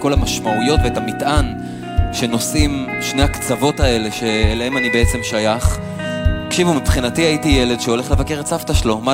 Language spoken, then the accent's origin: Hebrew; Afula, Northern District, Israel; ילד עיראקי ופולני שגדל באפולה, האם עם אמא של הפריפריה.